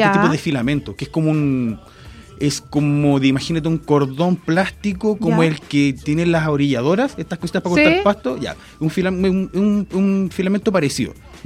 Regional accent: El Tambo, Chile; soy del Tambo, en realidad.

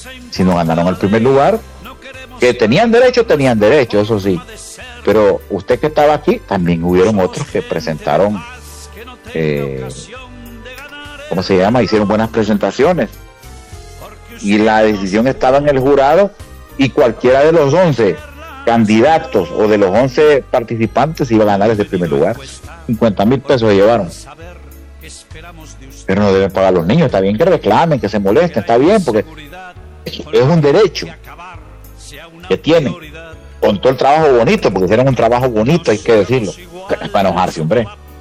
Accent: Sulaco, Yoro, Honduras; born there; Y yo soy el hombre más orgulloso por decir que soy sulaqueño

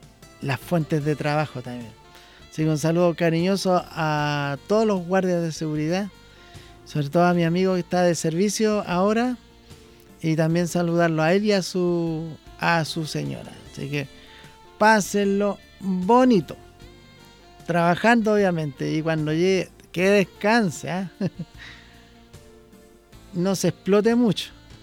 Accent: Coronel, Biobío, Chile; moved away; yo nací ahí en Coronel, él también, y vi cómo ha crecido ese lugar.

